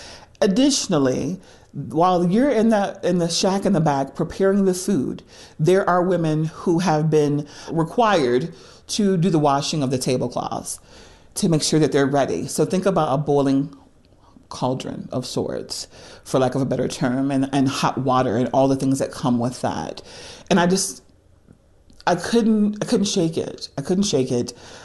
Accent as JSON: {"language": "English", "region": "Louisiana", "country": "United States", "moved": "as an adult", "lives_now": "Colorado, United States", "said": "So about 4 years ago, I went to Louisiana, my home state. I'd been living in Colorado for a few years"}